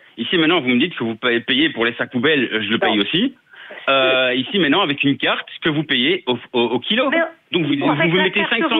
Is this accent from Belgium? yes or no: yes; Brussels, Belgium; je suis bruxellois à la base, donc je me suis expatrié sur la région du centre.